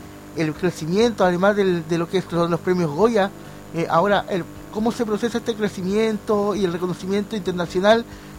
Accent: Coronel, Biobío, Chile; Inclusive para los que somos de Coronel, había que ir al Cinemar, que estaba en el Trébol nomás

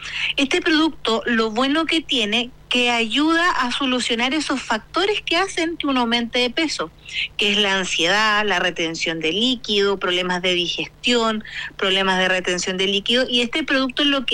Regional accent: Chillán, Ñuble, Chile; now in Concepción, Chile; yo soy nacida y criada en Chillán.

